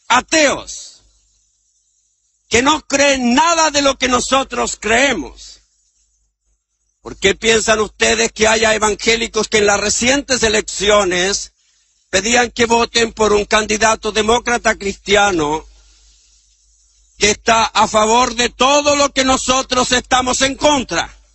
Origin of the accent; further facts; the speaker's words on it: Chile; en mi país, en Chile